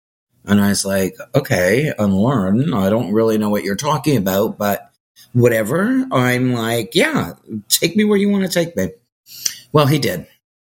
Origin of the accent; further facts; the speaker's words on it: Canada; and I'm Canadian. So Canada went mad and we were in lockdown the longest.